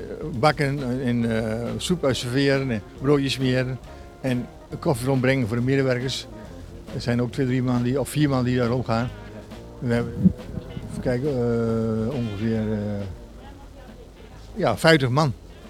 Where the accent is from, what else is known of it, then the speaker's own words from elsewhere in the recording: Doetinchem, Gelderland, Netherlands; born there; ik ben geboren in Doetinchem.